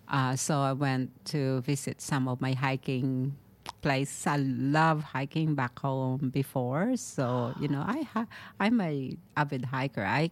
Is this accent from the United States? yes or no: no; Negros Island Region, Philippines; moved away as an adult; now in Australia; There's a lot of hiking trail in my hometown, Negros.